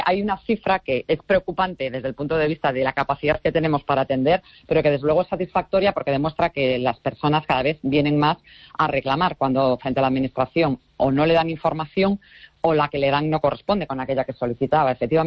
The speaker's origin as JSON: {"language": "Spanish", "region": "Galicia", "country": "Spain", "said": "yo, como gallega"}